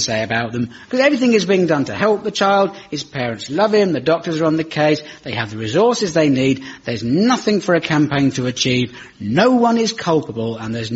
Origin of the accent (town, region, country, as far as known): United Kingdom